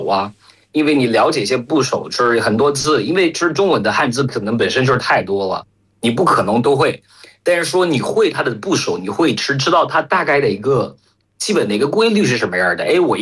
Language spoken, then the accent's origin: Chinese; Cameroon; Chinese is a second language; moved away as an adult; now in China; 首先我是在喀麦隆开始学的中文